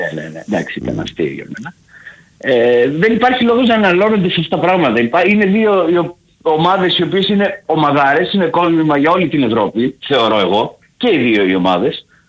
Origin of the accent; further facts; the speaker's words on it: Athens, Attica, Greece; Εγώ έχω την ατυχία να είμαι Αθηναίος Γκάγκαρος, πάπου προς πάπου.